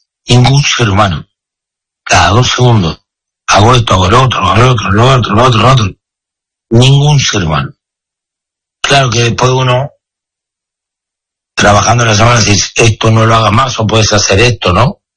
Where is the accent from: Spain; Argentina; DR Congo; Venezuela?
Argentina; yo soy argentino, bueno, somos súper argentinos